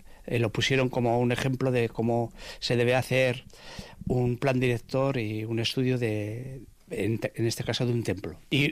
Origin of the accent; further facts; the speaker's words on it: Vitoria-Gasteiz, Basque Country, Spain; yo tengo la suerte de estar aquí en el casco viejo porque yo, desde que nací, estoy viviendo en el seminario viejo, que es donde vive la familia de mi madre. Y luego, yo soy de La Pinto. He vivido siempre en la pintorería.